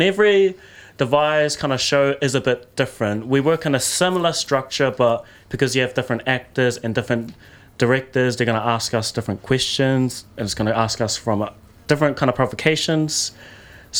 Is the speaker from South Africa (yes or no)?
no; Taupo, Waikato, New Zealand; also born or lived in Turangi; Like my home, I come from Taupo and Turangi. And even like in those places, I think I've moved a combination of like 15 times.